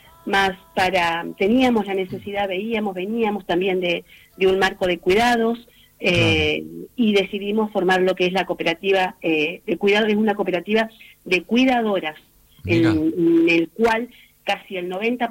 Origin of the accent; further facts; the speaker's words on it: Santa Fe, Argentina; somos de Santa Fe Capital, capital de la cumbia santafesina principalmente, pero también mucho, mucho folclore.